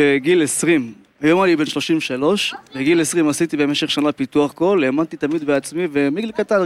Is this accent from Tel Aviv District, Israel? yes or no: no; Beersheba, Southern District, Israel; אני גר בבאר שבע בבב החדשה, גדלתי פה, נולדתי פה.